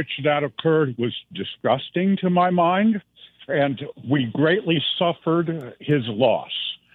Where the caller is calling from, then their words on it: Minnesota, United States; I'm from a state that brought Wellstone, Paul Wellstone, to the fore.